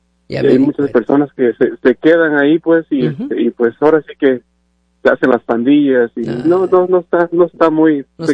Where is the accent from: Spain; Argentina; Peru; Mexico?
Mexico; Chiapas; un saludo para toda la gente de Chiapas, porque soy de Chiapas.